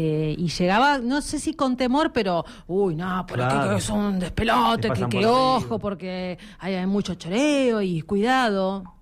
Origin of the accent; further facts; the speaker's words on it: Argentina; sos argentina